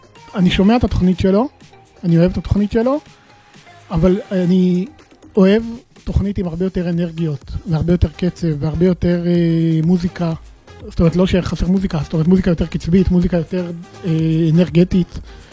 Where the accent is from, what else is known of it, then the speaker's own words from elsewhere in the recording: Beit Shemesh, Jerusalem District, Israel; אני מגיע מבית שמש.